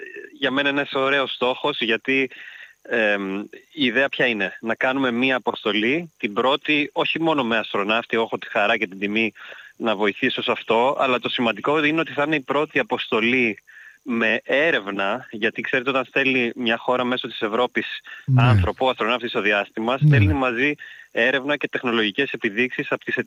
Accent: Larissa, Thessaly, Greece; moved away as an adult; also born or lived in Athens; Γεννήθηκα στην Αθήνα, αλλά μεγάλωσα στη Λάρισα.

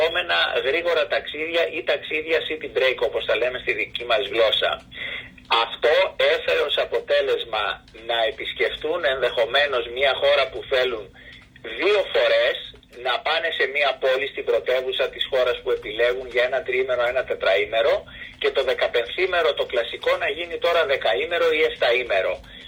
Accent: Greece

